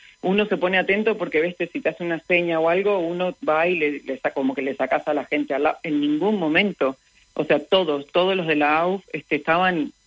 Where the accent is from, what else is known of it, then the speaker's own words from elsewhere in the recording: Uruguay; Sí, soy uruguaya.